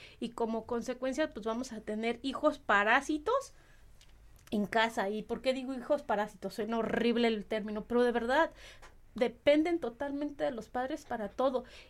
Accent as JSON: {"language": "Spanish", "town": "Uruapan", "region": "Michoacán", "country": "Mexico", "said": "yo soy de Uruapan, entonces en el municipio de Uruapan"}